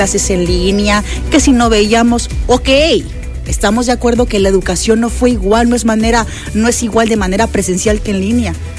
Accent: Poza Rica, Veracruz, Mexico; Hablo de Veracruz porque soy veracruzana, porque soy pozarricense

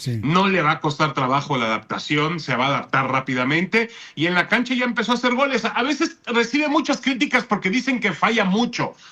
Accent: Newport Beach, California, United States; No, porque yo ahí vivía. Yo soy nativo de ahí. Newport Beach.

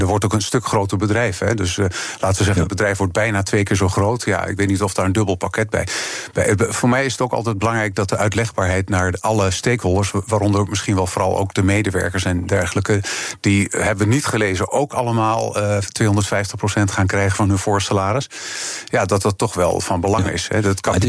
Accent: Netherlands; Dat vind ik dan persoonlijk als Nederlander misschien toch een beetje chauvinistisch wel jammer.

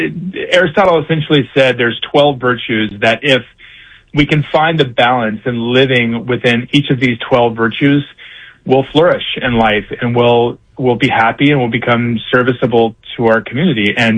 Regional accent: Columbus, Ohio, United States; moved away as an adult; also born or lived in Washington, D.C.; now in California, United States; I'm originally from Columbus, Ohio.

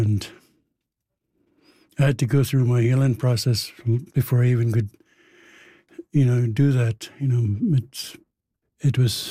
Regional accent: Ahousaht, British Columbia, Canada; now in Victoria, Canada; I am from Ahuset, It's up past Tofino, 12 miles past Tofino. I'm still in miles. It's grown considerably. Like, I haven't been home since 68. That's after residential school.

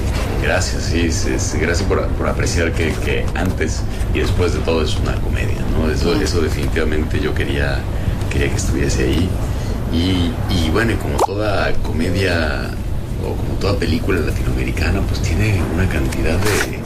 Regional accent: Mexico

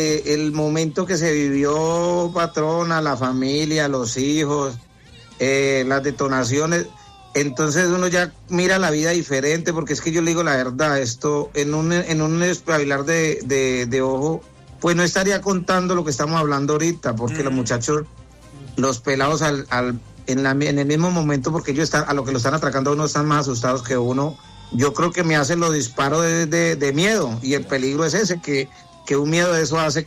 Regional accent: Tello, Huila, Colombia; San Andrés Tello es el al norte del departamento de Huila, mi pueblito que me vio nacer.

